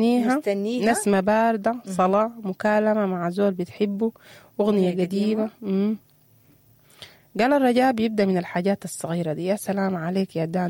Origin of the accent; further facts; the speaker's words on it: Sudan; بلدنا السودان.